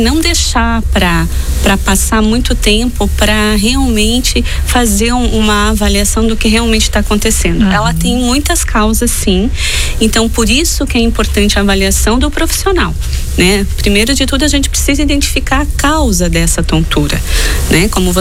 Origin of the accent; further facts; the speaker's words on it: Blumenau, Santa Catarina, Brazil; moved away as an adult; now in Balneário Camboriú, Brazil; sou de Blumenau, natural de Blumenau, mas moro aqui na região há mais de 20 anos.